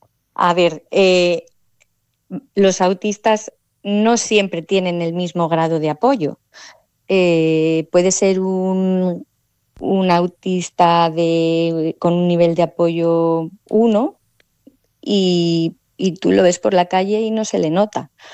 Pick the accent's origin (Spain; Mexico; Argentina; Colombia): Spain; Oviedo, Asturias; now in Luarca, Spain; yo soy de Oviedo. Llevo aquí desde el 2018 por circunstancias personales.